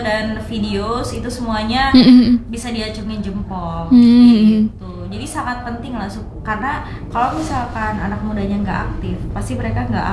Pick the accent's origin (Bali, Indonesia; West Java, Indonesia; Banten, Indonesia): Banten, Indonesia; Tangerang; aku sebenarnya orang Karawaci.